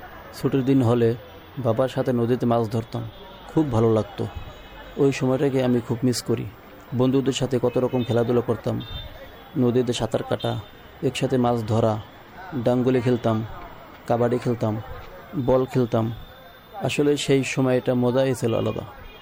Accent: Manikganj District, Dhaka Division, Bangladesh; moved away as an adult; now in Dhaka, Bangladesh; মানিকগঞ্জ জেলার দৌলতপুর উপজেলার চরকাটের গ্রাম।

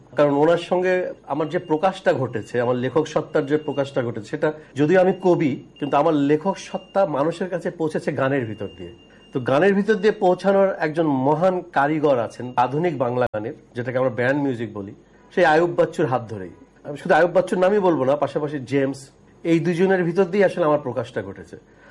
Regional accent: Natore, Rajshahi Division, Bangladesh; moved away as an adult; also born or lived in Rangpur / Dhaka; আমার জন্ম রংপুরে, কিন্তু আমার শৈশব কৈশোর তারুণ্য বেড়ে ওঠা পুরোটাই হচ্ছে নাটোরে।

